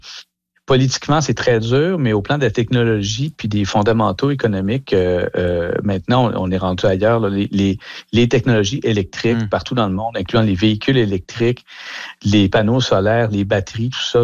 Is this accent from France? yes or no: no; Canada; chez nous au Canada